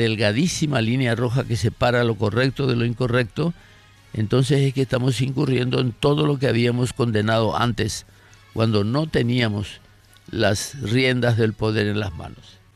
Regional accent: Paraguay; nuestro origen como paraguayos

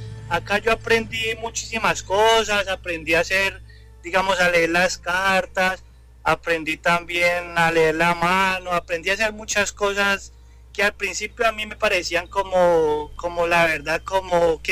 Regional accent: Huila, Colombia; Yo soy del Huila. Soy del Huila.

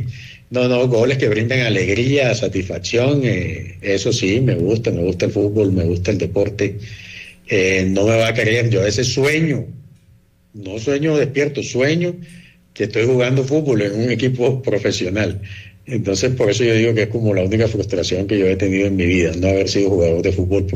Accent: Santa Marta, Magdalena, Colombia; now in Bogotá, Colombia; Más samario que el morro, como decimos allá los samarios, en la ciudad de Santa Marta.

